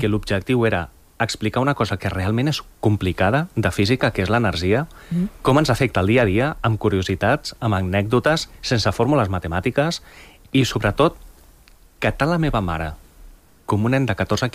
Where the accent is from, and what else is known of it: Lleida, Catalonia, Spain